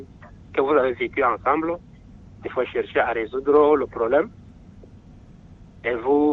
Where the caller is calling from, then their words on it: N'Djamena, Chad; Je vous appelle de Toukra.